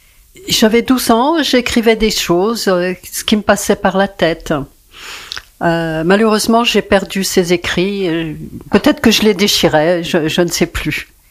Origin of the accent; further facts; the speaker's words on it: Ivry-sur-Seine, Île-de-France, France; born there; Donc, moi, je suis née à Ivry-sur-Seine.